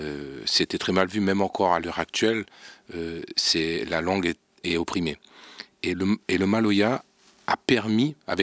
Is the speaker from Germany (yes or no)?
no; Réunion; born there; moi, je suis né à La Réunion. Mes parents sont allés à La Réunion il y a 50 ans. C'est très longtemps. Et ils y sont morts. La Réunion, c'est chez moi. Et en même temps, j'ai eu cette double culture parce que mes parents venaient de métropole, de France.